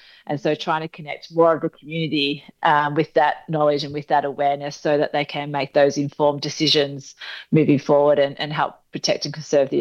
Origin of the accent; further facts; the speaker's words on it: Kyabram, Victoria, Australia; moved away; Yeah, so my hometown is Kyabram, which is a regional town up in northern Victoria. So it's about a 3-4 hour drive from the nearest coastal area.